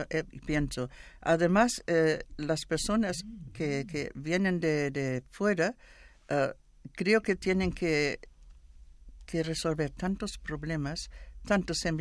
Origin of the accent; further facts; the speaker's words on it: Germany; Spanish is a second language; moved away; yo soy alemana y vine aquí para estudiar castellano y todavía lo estoy estudiando.